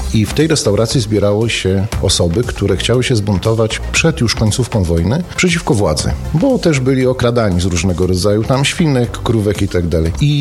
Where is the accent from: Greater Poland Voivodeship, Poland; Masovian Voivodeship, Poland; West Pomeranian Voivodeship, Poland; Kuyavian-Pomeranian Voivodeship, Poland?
West Pomeranian Voivodeship, Poland; Szczecinek; also born or lived in Wrocław / Góry Stołowe; No jestem takim typowym pomorskim kundlem, więc urodziłem się we Wrocławiu, wychowywałem się w Szczecinku, później wyjechałem z rodzicami w Góry Stołowe.